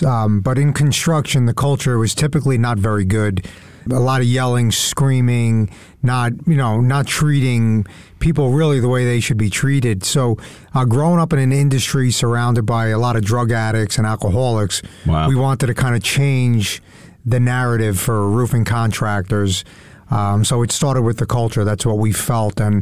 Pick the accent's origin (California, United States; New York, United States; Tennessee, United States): New York, United States; Mount Sinai; Yeah, so I grew up in Mount Sinai, New York, 5 siblings, great parents.